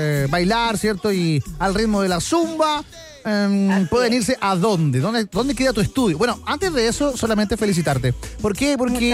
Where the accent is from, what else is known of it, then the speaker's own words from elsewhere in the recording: Maipú, Santiago Metropolitan Region, Chile; Yo soy de Maipú, sí.